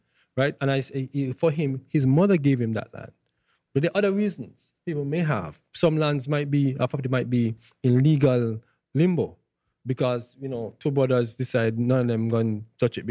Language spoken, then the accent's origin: English; St. Kitts & Nevis; I'm from St. Kitts.